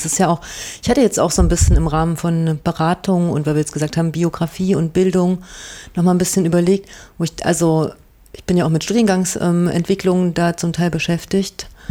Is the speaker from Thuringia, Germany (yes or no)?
yes; Jena, Thuringia, Germany; Ich komme ja aus Jena